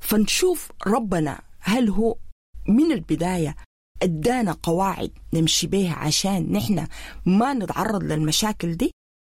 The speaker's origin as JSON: {"language": "Arabic", "country": "Sudan", "said": "نحن كسودانيين"}